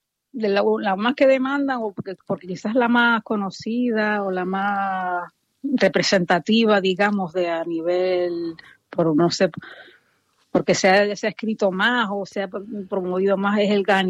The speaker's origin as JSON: {"language": "Spanish", "area": "Tenerife", "region": "Canary Islands", "country": "Spain", "said": "toda nuestra historia indígena yo que soy de Tenerife"}